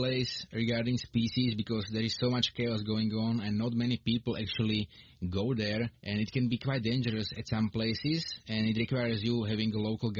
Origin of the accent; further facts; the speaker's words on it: Bielý Kostol, Slovakia; English is a second language; I'm from Bielý Kostol in Slovakia.